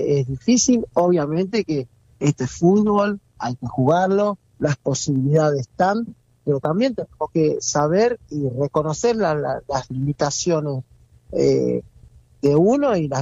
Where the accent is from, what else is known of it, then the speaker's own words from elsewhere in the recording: Argentina; Soy argentino. De eso no hay duda y lo digo con mucho orgullo.